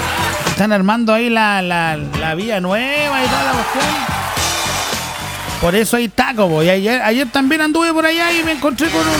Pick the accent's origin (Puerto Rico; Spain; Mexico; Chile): Chile; Estamos en Chile y nosotros sabemos cómo somos los chilenos